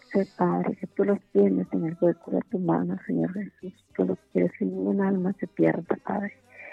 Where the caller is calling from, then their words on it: Lempira, Honduras; De San Pedrito, Sarrama de Lempira.